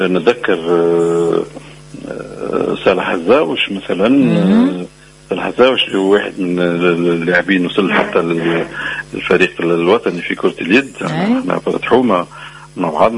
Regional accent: Tunis, Tunis Governorate, Tunisia; لأنه أنا ولدت في الجنوب، لكن شاءت الأقدار أنه نجي عمري تقريبا 5 سنوات في تونس العاصمة، وقريت في تونس العاصمة

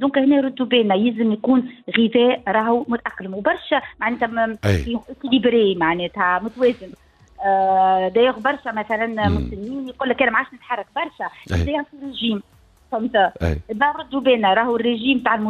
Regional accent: Tunisia; عندنا في تونس

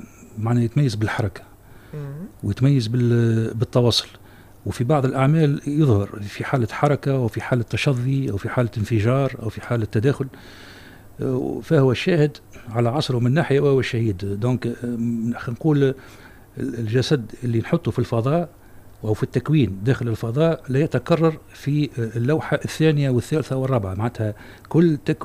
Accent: Tunisia; خطر المعمار تناولوه رسامين عندنا في تونس والخذاوه في صيغة مجردة

